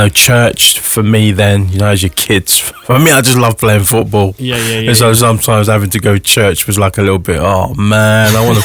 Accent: London, United Kingdom; So I grew up in the east end of London. I was from a family of five. Went to church as a kid.

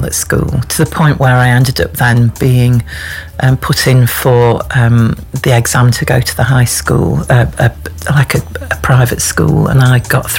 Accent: Wakefield, Yorkshire and the Humber, United Kingdom; born there; I was born in Wakefield in West Yorkshire. My mum was a qualified teacher, but she gave up work when I was born. And my dad was a colliery engineer

